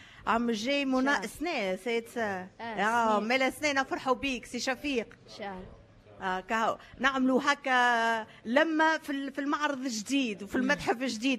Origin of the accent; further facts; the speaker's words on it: Gafsa Governorate, Tunisia; جزء من الذاكرة متاعنا الجماعية لأهالي قفصة والمنجم